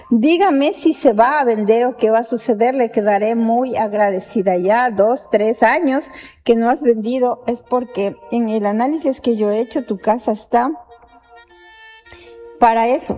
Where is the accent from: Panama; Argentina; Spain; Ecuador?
Ecuador